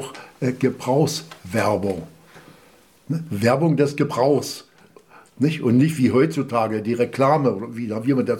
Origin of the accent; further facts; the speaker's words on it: Bernau, Brandenburg, Germany; ich bin ja aus Bernau herausgenommen worden, weil meine Qualifikation für Bernau viel zu hoch war.